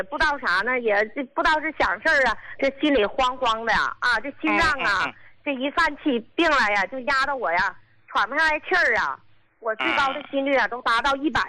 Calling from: Qinhuangdao, Hebei, China; 胡老，我是秦皇岛的，

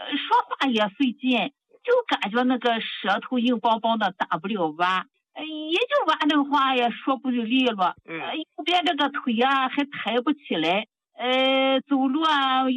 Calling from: Tianjin, China; 我是天津的。老听众了

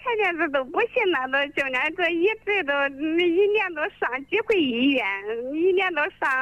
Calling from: Xiangyang, Hubei, China; 我襄阳的。

